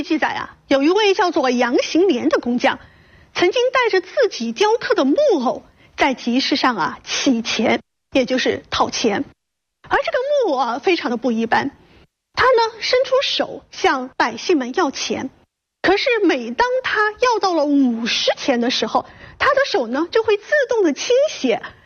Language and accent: Chinese; Chengdu, Sichuan, China; 不过啊，咱们成都人在为这些外来的幻术叫好之余啊，想必绝不会让外来的和尚占尽了风头。我们呀，也是一座藏龙卧虎的城市